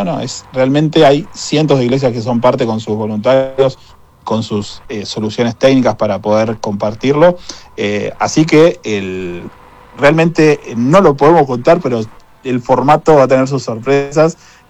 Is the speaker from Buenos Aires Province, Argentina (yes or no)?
yes; Azul, Buenos Aires Province, Argentina; born there; now in Buenos Aires, Argentina; yo nací en Azul, soy del interior también, a 300 kilómetros de Buenos Aires, nací hace 22 años que vivo en Buenos Aires, uh-huh. En Capital Federal